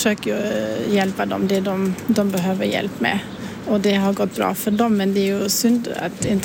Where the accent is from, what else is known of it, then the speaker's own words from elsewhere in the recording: Germany; Swedish is a second language; moved away as an adult; now in Orsa, Sweden; vi är ju uppväxt så i Tyskland